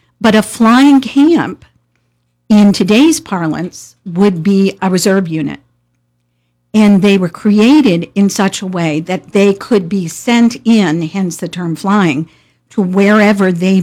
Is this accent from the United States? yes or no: yes; Frederick County, Maryland, United States; moved away; I was born and reared in Frederick County, Maryland, so two mountains to the east.